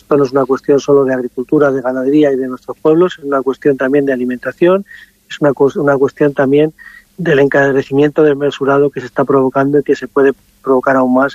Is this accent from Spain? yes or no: yes; Castile and León, Spain; aquí estamos en mi pueblo, Sila Bajos.